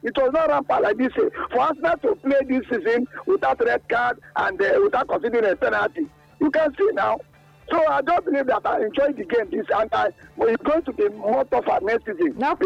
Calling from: Ikorodu, Lagos, Nigeria; I'm calling from Ikorodu.

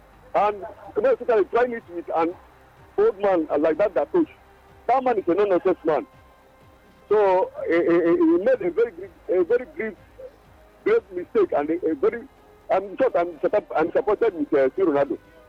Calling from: South Africa; I'm calling you from South Africa.

